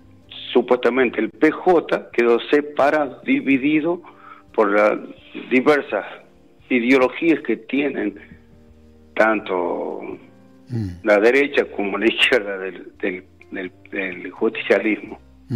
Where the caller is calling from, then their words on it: La Rioja, Argentina; de la provincia de La Rioja.